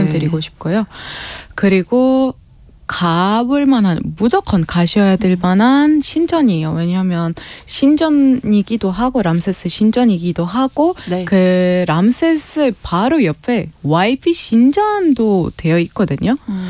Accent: Alexandria, Alexandria Governorate, Egypt; born or raised there; moved away

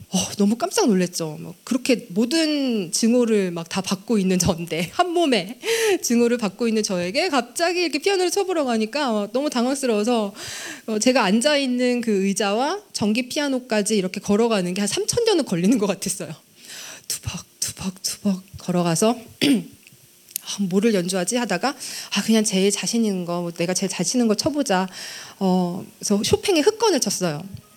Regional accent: South Korea; moved away; 거기 가서는 제가 외국인이잖아요. 외국인이 된다는 거를 그때 제가 처음 느껴봤는데, 한국에 있을 때는 제가 전학 한번 가본 적도 없거든요. 뭐 동네 이사가 본 적도 없고

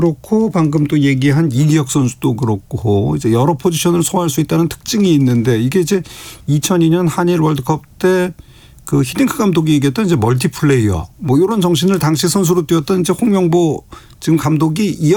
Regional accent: North Korea; 북한 여자 축구팀, 내 고향 여자 축구단이 오늘 입국 예정이었는데

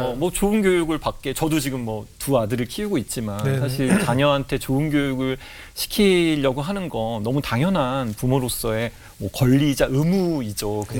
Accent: South Korea; 뭐 사실 뭐 대한민국에서 태어나서 성장을 한다는 건 눈 떴을 때부터 항상 그 비교를 당하는 그런 삶인 것 같아요.

